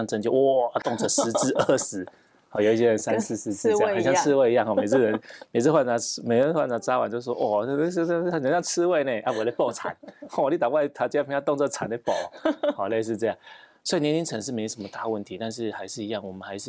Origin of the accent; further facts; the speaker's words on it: Taiwan; 我们台湾人真的是，哦，我们台湾经济奇迹嘛，都已经是打拼过来的，